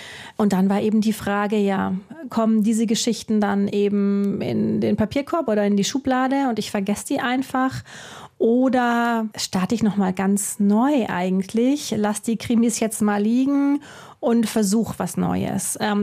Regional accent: southwest, Germany; Also ich komme ja aus dem Südwesten, vielleicht weil man doch als Kind dann öfter da war zum Wandern und so.

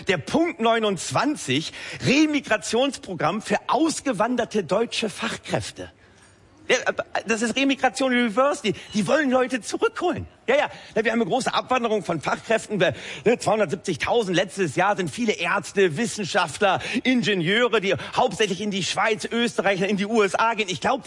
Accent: Lower Saxony, Germany; Nein, ich komme ja aus Niedersachsen. Ne? Hinter jeder Idylle lauert die Gülle. Du, ja. Meine Heimat Oldenburger Land, da wo Mensch und Tier enger zusammenleben, als es von der Natur vorgesehen war.

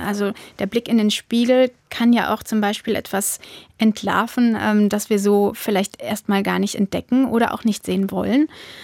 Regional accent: Kirchheimbolanden, Rhineland-Palatinate, Germany; Wir sind in Kirchambulanten aufgewachsen und haben dadurch natürlich ja eine besondere Verbindung zur Stadt.

